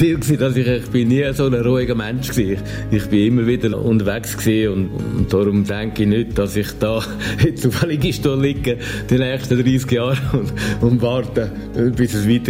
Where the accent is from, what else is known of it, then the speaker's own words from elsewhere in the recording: Glarus, Switzerland; Ich bin im Glanerland aufgewachsen, ich bin da immer noch daheim.